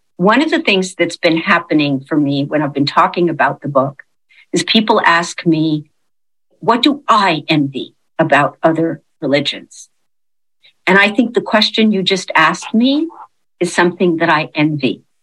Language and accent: English; Los Angeles, California, United States; born there; So I was born in Los Angeles. My parents were not religious, but my father was a very literate Jew and passionate about Israel and passionate about Hebrew.